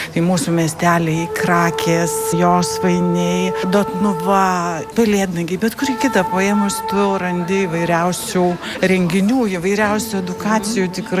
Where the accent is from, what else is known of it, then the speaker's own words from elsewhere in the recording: Klaipėda, Klaipėda County, Lithuania; born there; now in Kėdainiai, Lithuania; O taip, aš tai gimiau Klaipėdoje.